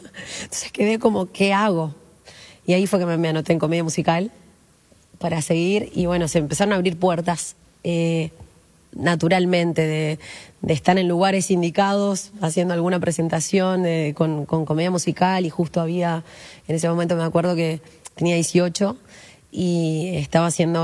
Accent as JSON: {"language": "Spanish", "town": "Minas", "region": "Lavalleja", "country": "Uruguay", "said": "Y cuando tenía 18, yo soy de Minas, sí, y siempre estuvo como muy marcada la idea de, bueno, haces el liceo y ahora tenés que estudiar algo"}